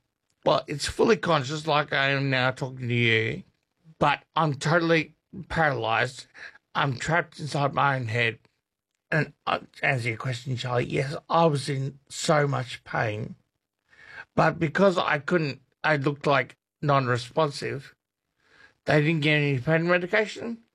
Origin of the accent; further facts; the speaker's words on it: Melbourne, Victoria, Australia; now in Darwin, Australia; I'm from Melbourne, born and bred, and I live in Darwin.